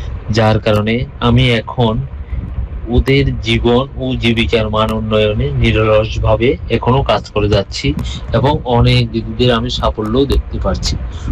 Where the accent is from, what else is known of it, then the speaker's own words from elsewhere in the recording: Tripura, India; born there; আমার বাড়ি মতাই রাজনগর গ্রামে। আমাদের মূলত কৃষক পরিবার, কৃষি আমাদের মূল জীবিকা।